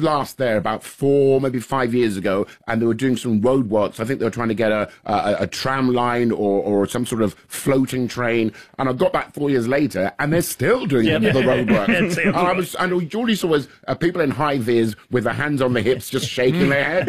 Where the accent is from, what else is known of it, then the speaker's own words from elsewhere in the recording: London, United Kingdom; I come from London, and my palate, I think, is quite sophisticated.